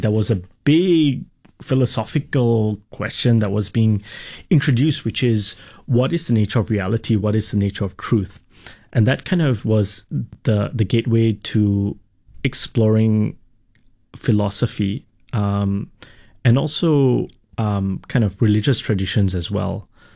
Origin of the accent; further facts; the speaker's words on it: Singapore; I'm not sure if it's my personality or because I grew up in Singapore, but my tendency is to be very solutions-oriented.